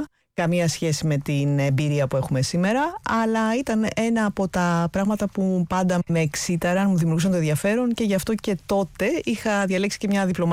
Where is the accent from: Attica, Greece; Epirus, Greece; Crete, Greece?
Attica, Greece; Athens; born there; Γεννήθηκα στην Αθήνα.